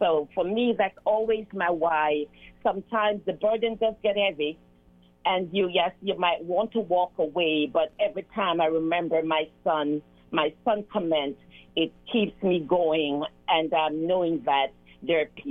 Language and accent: English; Jamaica; But for me, I grew up in Jamaica, seeing people around serving others.